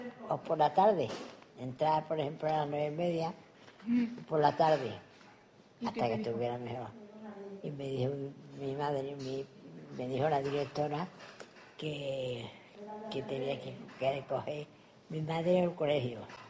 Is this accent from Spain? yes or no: yes; Seville, Andalusia, Spain; born there; nací en Sevilla en 1936.